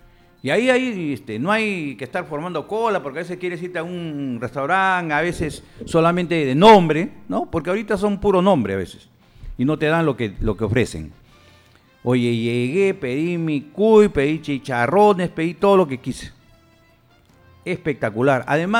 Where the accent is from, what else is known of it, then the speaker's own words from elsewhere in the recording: Peru; soy serrano también, ¿no? No me avergüenzo tampoco, me siento orgulloso, peruano al 100%.